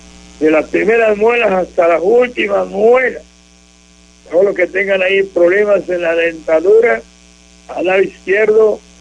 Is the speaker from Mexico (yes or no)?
yes; Río Bravo, Tamaulipas, Mexico; yo soy de Río Bravo. Y está sentada en un monte.